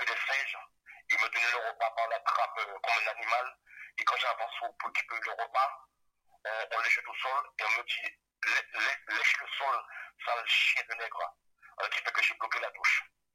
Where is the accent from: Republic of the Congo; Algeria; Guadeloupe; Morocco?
Guadeloupe; now in France; moi je suis un Guadeloupéen et j'ai le mental.